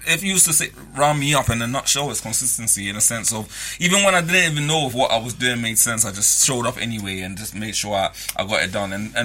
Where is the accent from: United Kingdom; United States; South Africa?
United Kingdom; London; I grew up in East London